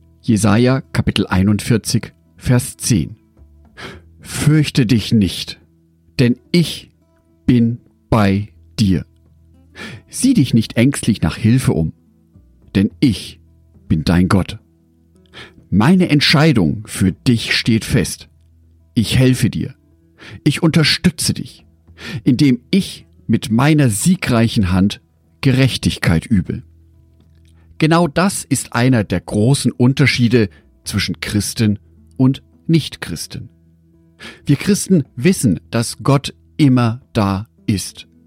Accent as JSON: {"language": "German", "town": "Düsseldorf", "region": "North Rhine-Westphalia", "country": "Germany", "tie": "born there", "said": "Aus meiner Geburtsstadt Düsseldorf kommt die Punkband"}